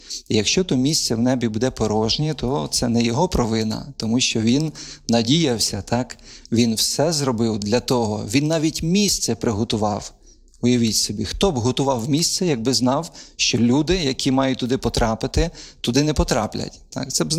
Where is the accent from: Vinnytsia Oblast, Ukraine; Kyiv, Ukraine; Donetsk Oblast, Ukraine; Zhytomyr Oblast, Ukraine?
Vinnytsia Oblast, Ukraine; я з Вінниччини, а там нас багато дуже євреїв жило на той час, я з ними ріс